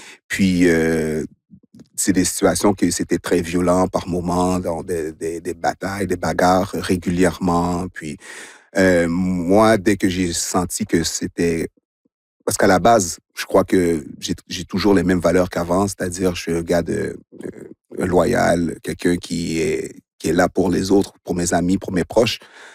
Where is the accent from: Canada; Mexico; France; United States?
Canada; Montreal, Quebec; born or raised there